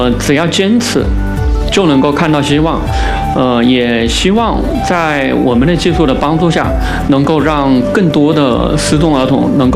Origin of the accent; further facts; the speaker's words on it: China; 我们中国人